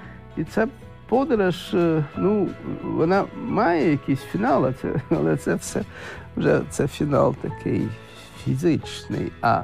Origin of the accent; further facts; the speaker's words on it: United Kingdom; Тобто, я британець, я не англічанин, я британець.